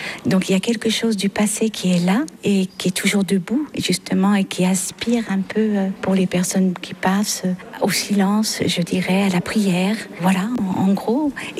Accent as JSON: {"language": "French", "town": "Ambronay", "region": "Auvergne-Rhône-Alpes", "country": "France", "said": "Je suis d'Ambronay et là, c'est les petits-enfants."}